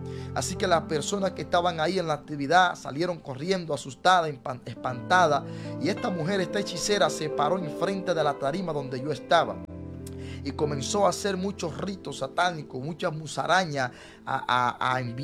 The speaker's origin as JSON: {"language": "Spanish", "country": "Dominican Republic", "moved": "yes", "said": "en mi país, allá en Santo Domingo"}